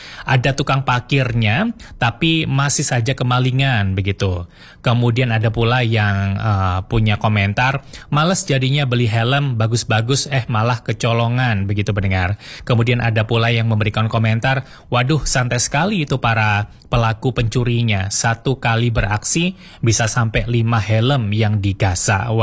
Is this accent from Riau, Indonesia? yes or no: no; Malang, East Java, Indonesia; kita sebagai warga Kota Malang